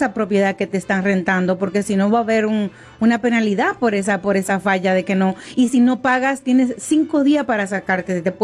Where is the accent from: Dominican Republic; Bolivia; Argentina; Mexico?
Dominican Republic; now in Arizona, United States; pues llegué directamente a Arizona. ¿O siempre ha vivido aquí? Siempre he vivido. Wow. Yo no soy la dominicana que típica que viene a Nueva York.